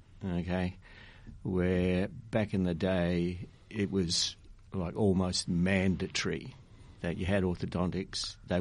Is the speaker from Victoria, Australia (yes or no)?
yes; Melbourne, Victoria, Australia; born there; also born or lived in Italy; I was born in Italy, came out with my mum, my older brother, and a female cousin on the rickety boat Neptune.